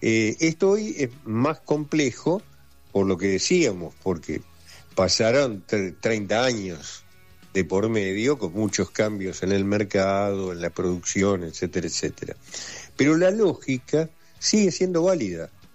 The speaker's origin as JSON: {"language": "Spanish", "country": "Argentina", "said": "particularmente en Argentina, que tenemos los jubilados poniéndose de hambre hoy."}